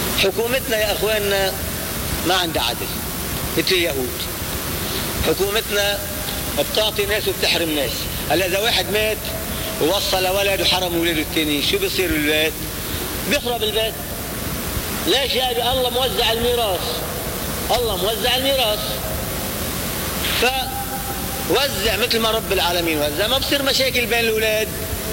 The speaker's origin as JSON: {"language": "Arabic", "country": "Lebanon", "said": "ما نحن لبنانيين مثلنا"}